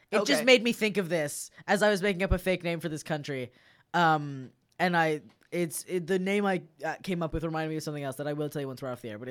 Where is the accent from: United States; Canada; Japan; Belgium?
Canada; I'm Canadian.